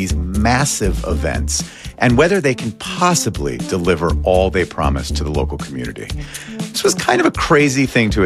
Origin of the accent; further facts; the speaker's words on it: Pennsylvania, United States; My home state is in the middle of a summer unlike any it's seen before. Along with the World Cup, Pennsylvania hosted the NFL draft this year.